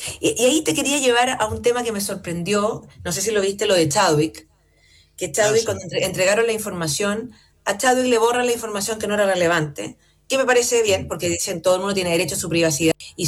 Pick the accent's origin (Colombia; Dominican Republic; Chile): Chile; lo racista que somos los chilenos